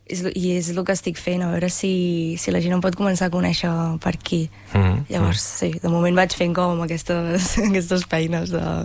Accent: Sant Pere de Ribes, Catalonia, Spain; que el ser de Ribes, i pues, jo sempre he pensat que m'agradaria començar per la meva comarca, que em coneixin primer aquí

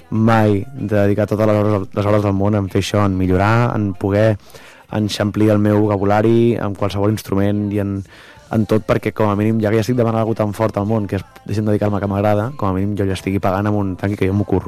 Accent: Cambrils, Catalonia, Spain; Jo soc de Tarragona i tal, soc de Cambrils

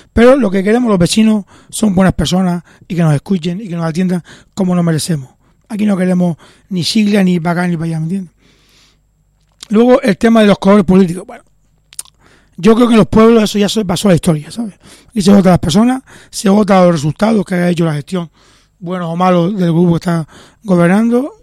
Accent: Las Palmas, Canary Islands, Spain; Yo soy de Las Palmas y mira, nos llevamos bien.

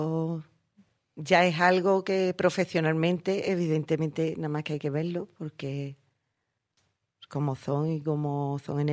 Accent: El Puerto de Santa María, Andalusia, Spain; Porque yo soy del puerto, pero yo amo a Jerez

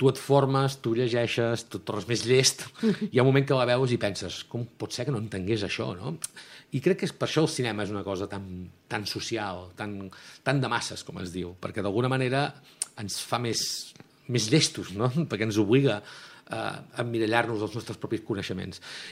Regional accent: Girona, Catalonia, Spain; born or raised there

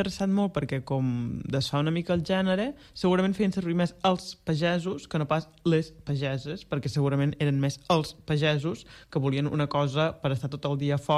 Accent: Blancafort, Catalonia, Spain; quan ve mercat a Blancafort, al meu poble, jo ho faig servir.

